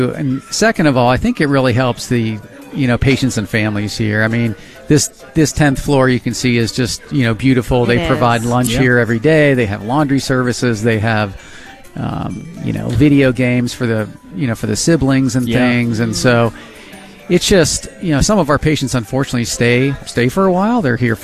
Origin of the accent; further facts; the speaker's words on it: Steubenville, Ohio, United States; moved away as an adult; also born or lived in Weirton; I grew up in Steubenville, you know, Weirton. My mother's family's from Wheeling, and so left after high school for, you know, education and training, and then came back 5 years ago